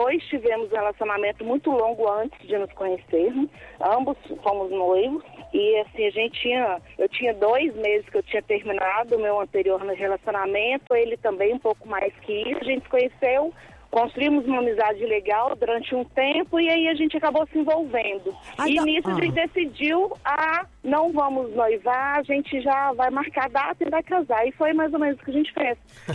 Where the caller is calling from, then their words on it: Contagem, Minas Gerais, Brazil; eu sou de Contagem. No momento eu tô em Betim, que eu trabalho um pouquinho longe de casa, mas eu sou de Contagem.